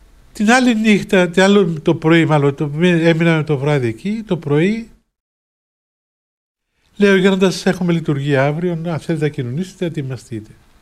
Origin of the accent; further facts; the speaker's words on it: Limassol, Limassol District, Cyprus; Είμαι από τη Λεμεσό, είμαι διάκονος.